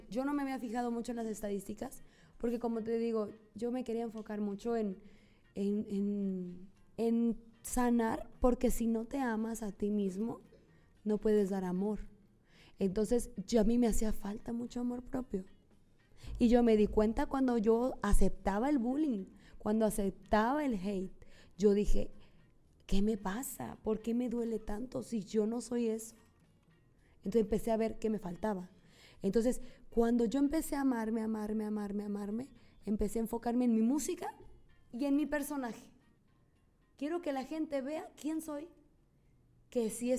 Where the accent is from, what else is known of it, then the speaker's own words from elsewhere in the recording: La Piedad, Michoacán, Mexico; moved away; vamos a cantar en la plaza principal de donde soy